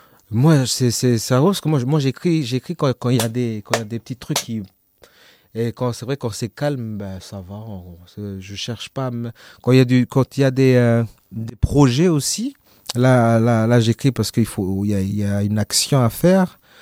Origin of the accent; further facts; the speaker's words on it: Lifou, Loyalty Islands Province, New Caledonia; moi, j'ai grandi à Lifou, je parle pas le Lifou, etc., etc.